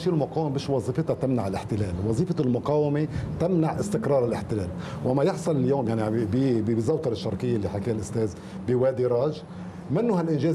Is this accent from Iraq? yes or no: no; Lebanon; عندنا بلبنان